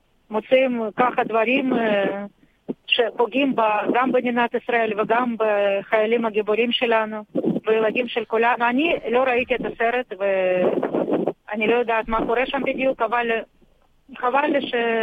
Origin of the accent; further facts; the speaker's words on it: Russia; now in Israel; גדלתי ברוסיה הסובייטית, שבכלל לא ידעתי לא על החגים יהודיים ולא על כלום ושום דבר. כשהגעתי לישראל, אז הגעתי לקיבוץ של שומר הצעיר.